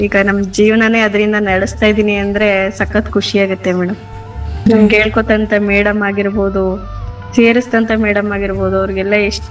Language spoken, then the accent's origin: Kannada; Anuganahalli, Karnataka, India; ನಾನು ಮೂಲತಃ ಹಳ್ಳಿಯವಳೇನೆ, ಅನಗಳ್ಳಿ ಅಂತ ನಮ್ದು, ಮೈಸೂರು ತಾಲೂಕು ಜೈಪುರ ಹೋಬಳಿ. ಅಲ್ಲಿಂದ ನಾನು ಡಿಗ್ರಿ ಮಾಡಿದೆ